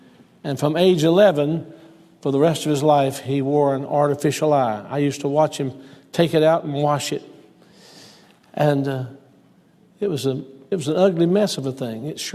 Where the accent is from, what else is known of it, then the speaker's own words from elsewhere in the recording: Selma, Alabama, United States; born there; I was born in Selma, Alabama